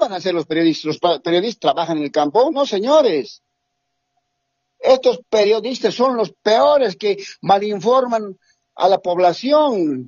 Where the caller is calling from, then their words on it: Santa Cruz, Bolivia; Desde Guarne, Santa Cruz.